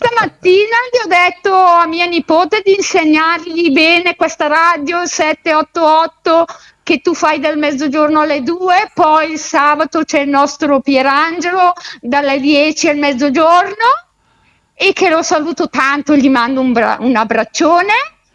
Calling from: Sovere, Lombardy, Italy; io dico di Breno, ma io sono di Sovere.

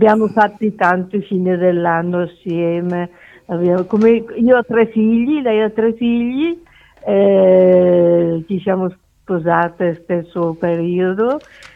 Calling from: Maclodio, Lombardy, Italy; io sono di Maclodio, vengo a Rovato, sono amica da Giulia perché abitava prima qui a Maclodio dove abito io.

